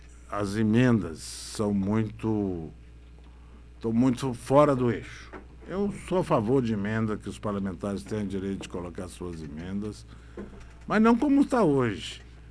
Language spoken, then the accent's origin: Portuguese; Buriti Alegre, Goiás, Brazil; eu sou aqui de Buriti Alegre